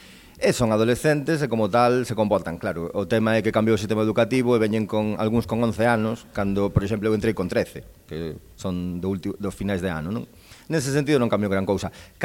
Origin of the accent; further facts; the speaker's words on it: Canido, Galicia, Spain; Eu, por dicir así, son de Canido toda a vida. Para quen saiba como era Canido antes, son de onde era o Bar Galiano.